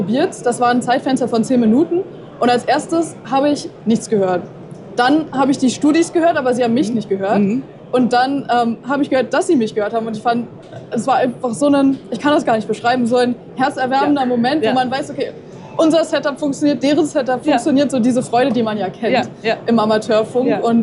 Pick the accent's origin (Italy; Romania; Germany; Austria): Germany; Berlin; moved away as an adult; also born or lived in Zürich; Ich komme aus Berlin